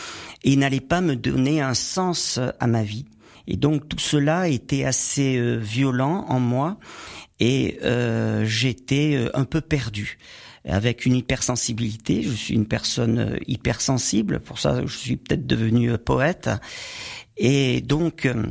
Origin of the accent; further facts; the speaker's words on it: Millau, Occitanie, France; born there; also born or lived in Saint-Paul-Trois-Châteaux / Montélimar / Montpellier; je suis né à Saint-Paul-Trois-Châteaux. J'ai vécu 8 ans à Montélimar et après, on est allé à Millau, dans l'Aveyron.